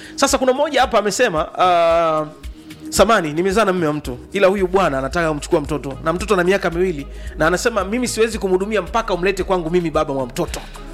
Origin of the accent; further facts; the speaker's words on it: Kipera, Iringa, Tanzania; natoka Iringa kijijini, kijiji cha Kipera, kata ya Nzihi.